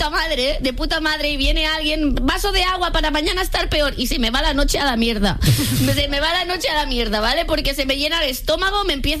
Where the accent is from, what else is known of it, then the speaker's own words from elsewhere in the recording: Catalonia, Spain; Yo bebo agua porque soy catalana, ¿vale?